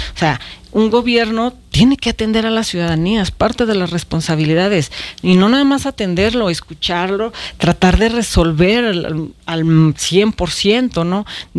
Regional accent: Zacatecas, Mexico; yo nací en Zacatecas, toda mi vida he vivido en Zacatecas, yo quiero a Zacatecas, yo amo a Zacatecas, yo traigo tatuado a Zacatecas en mi sangre

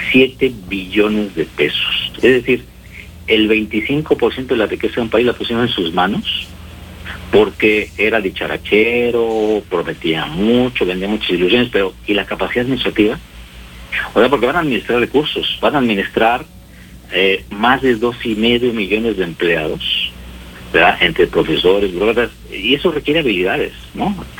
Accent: Tijuana, Baja California, Mexico; Por ejemplo, yo te soy uno de Tijuana. Mira, en Tijuana el municipio tiene al año 11,000 millones de pesos, ¿ok?

